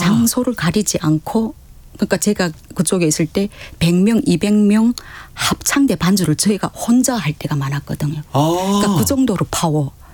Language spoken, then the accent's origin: Korean; North Korea; moved away as an adult; also born or lived in Russia; now in South Korea; 뭐 북에서 왔어. 뭐 러시아에서 왔어. 뭐 이런 프레임을 다 거두고